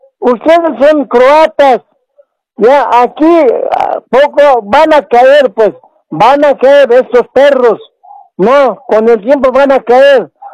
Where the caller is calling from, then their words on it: La Paz, Bolivia; los paseños somos fuertes, nunca nos han vencido.